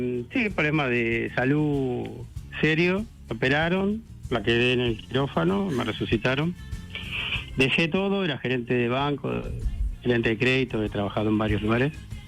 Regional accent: Lanús, Buenos Aires Province, Argentina; En Lanús, en Lanús.

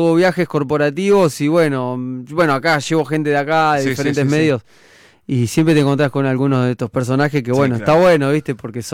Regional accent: Florencio Varela, Buenos Aires Province, Argentina; somos de Florencio Varela.

